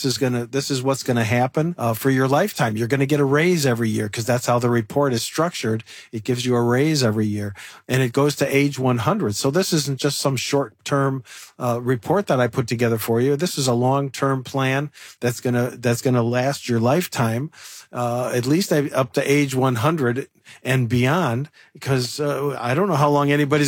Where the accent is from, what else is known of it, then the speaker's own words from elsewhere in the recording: Chicago, Illinois, United States; I'm from Chicago